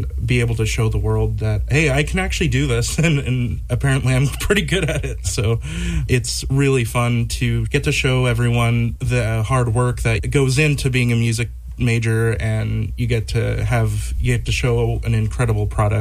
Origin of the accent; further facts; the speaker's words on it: Alaska, United States; now in Bemidji, United States; I'm not from here, around here. I'm actually from Alaska. So I come from a smaller town, and it used to be more of a very music community.